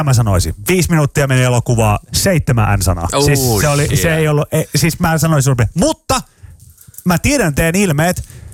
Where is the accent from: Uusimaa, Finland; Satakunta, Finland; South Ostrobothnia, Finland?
Satakunta, Finland; Pori; moved away; mä oon Porista